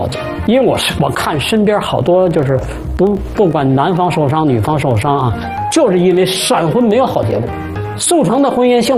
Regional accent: Beijing, China; 咱老北京的话

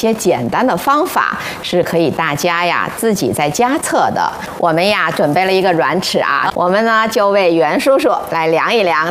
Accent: China; 我们中国人

